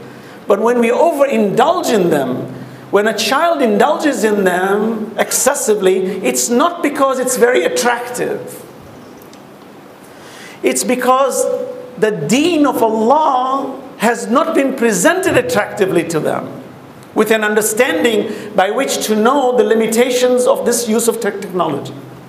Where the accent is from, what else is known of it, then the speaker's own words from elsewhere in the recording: Dar es Salaam, Tanzania; I remember when I grew up in Dar es Salaam, we used to play marbles outside.